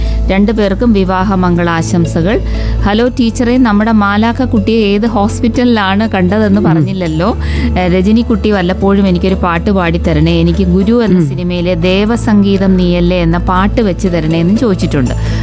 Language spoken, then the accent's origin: Malayalam; Kollam, Kerala, India; ഞങ്ങൾ തിരുവനന്തപുരംകാരുടെ ഭാഷയൊക്കെ ഞങ്ങൾ കൊല്ലത്തുകാർക്ക്